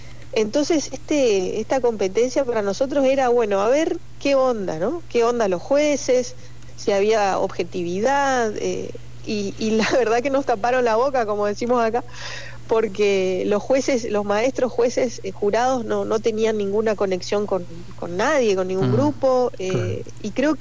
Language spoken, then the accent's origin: Spanish; Argentina; para nosotros como argentinos es algo a lo que por ahí no estamos muy acostumbrados